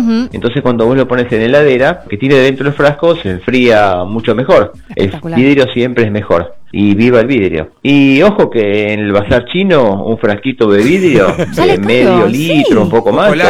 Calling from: Buenos Aires, Argentina; de Urquiza.

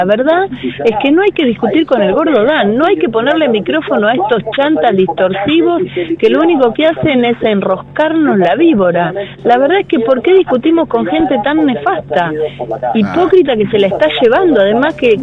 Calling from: San Martín, Buenos Aires Province, Argentina; de San Martín.

